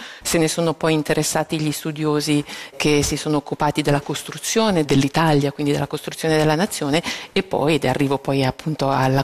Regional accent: Ticino, Switzerland; e io sono ticinese.

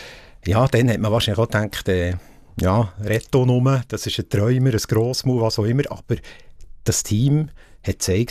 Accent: Switzerland; Und man hat gesagt, wir sind Schweizer, wir müssen unsere Werte leben und wir müssen auch Ziel erreichen, manchmal halt auch untypisch schweizerisch.

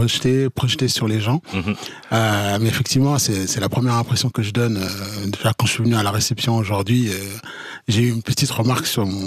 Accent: Switzerland; Donc non, mes parents sont arrivés en Suisse début des années 80 et moi je suis né en Suisse. Et donc j'ai fait tout mon cursus scolaire, professionnel en Suisse.

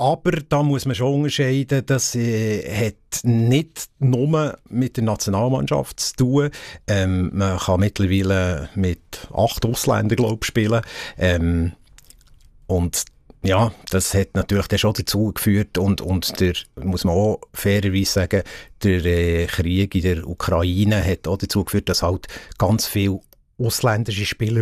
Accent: Switzerland

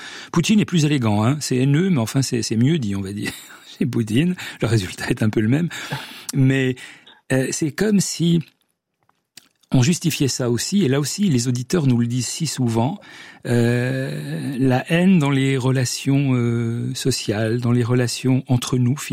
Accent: Switzerland; Vous avez d'ailleurs un titre qui est plus que jamais d'actualité chez vous au Canada, chez nous en Suisse, en Europe

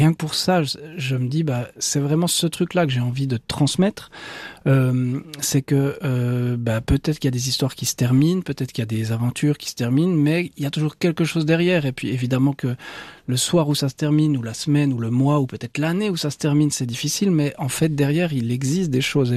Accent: Porrentruy, Jura, Switzerland; Est-ce qu'on me regarde de haut parce que je suis de Porrentruy ?

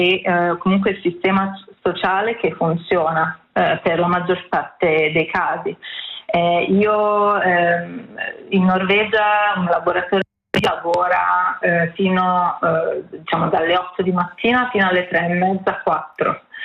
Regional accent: Milan, Lombardy, Italy; also born or lived in Amsterdam / Copenhagen / Brussels; now in Oslo, Norway; essere qui a Oslo al momento. Io ho vissuto, io vengo da Milano, ho vissuto a Amsterdam, ho vissuto a Copenaghen e a Bruxelles

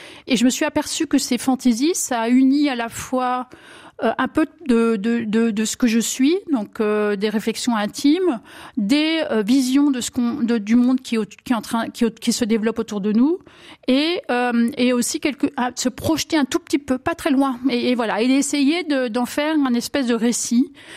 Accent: Grand Est, France; born there

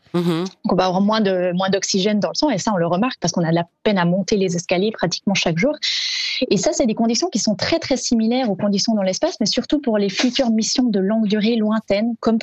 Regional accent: Vaud, Switzerland; now in Toulouse, France; Alors la Suisse, c'est mon pays natal. Je suis née et j'ai grandi en Suisse, dans le canton de Vaud.

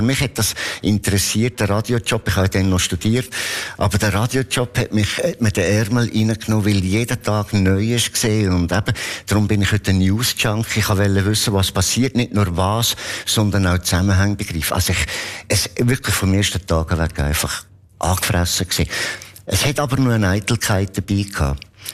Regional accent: Lucerne, Switzerland; Und in Bern, ich als Luzerner, durfte ich nicht einmal einen Beitrag auf Mundart lesen.

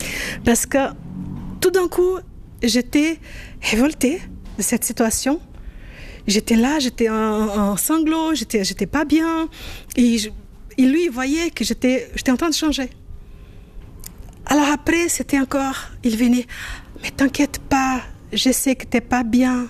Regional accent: Brazil; moved away

